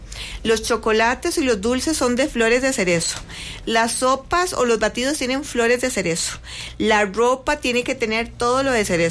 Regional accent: Costa Rica; la gente va aprendiendo que los impuntuales somos los ticos, pero vamos a otro país y tenemos que aprender de puntualidad.

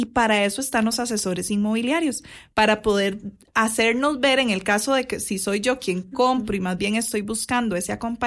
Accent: Limón, Costa Rica; Yo soy de Limón, entonces yo extraño muchísimo, ¿verdad?, los árboles de limones y carambolas en el patio

